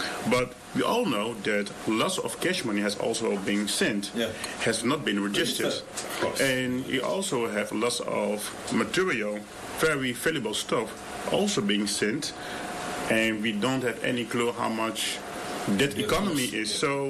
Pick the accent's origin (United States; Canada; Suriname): Suriname; I'm from Suriname, but I also have family in the Antilles.